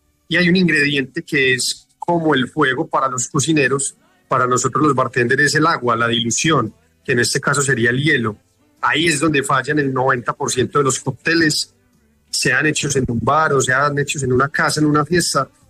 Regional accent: Medellín, Antioquia, Colombia; born there; la Comuna 13, donde yo nací hace 10 años ya

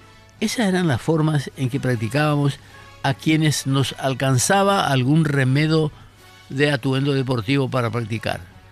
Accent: Paraguay

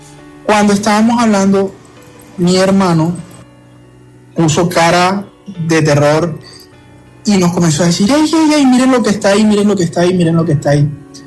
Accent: Ciénaga, Magdalena, Colombia; now in Barranquilla, Colombia; la historia no es acá en Barranquilla, es un pueblo de Magdalena, de donde yo soy oriundo, de Ciénaga Magdalena.

